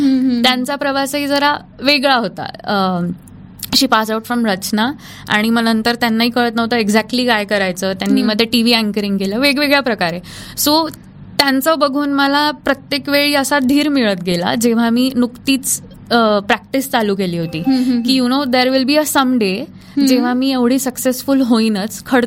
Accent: Jalgaon, Maharashtra, India; माझं लहानपण जळगावातच झालं.

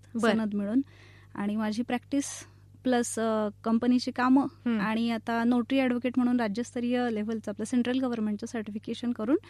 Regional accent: Chopda, Maharashtra, India; मी मूळ खान्देश, जळगाव जिल्हा, यावल तालुक्यामध्ये. माझं सासर आणि चोपड्याचं माझं माहेर आहे.

